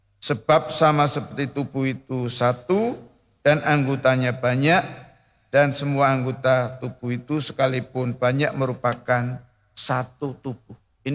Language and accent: Indonesian; Java, Indonesia; Bapak Ibu, bagi kita orang Jawa, kita sudah sangat familiar dengan sapu lidi.